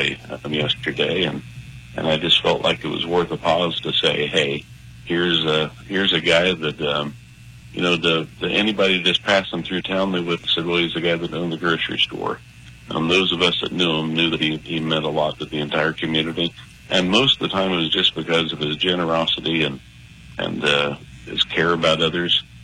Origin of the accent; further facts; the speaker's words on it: Hopkins, United States; My little hometown of Hopkins